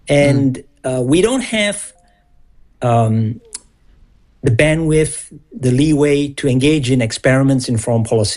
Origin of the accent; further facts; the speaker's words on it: Singapore; moved away as an adult; also born or lived in United States; I'm actually from Singapore, grew up there.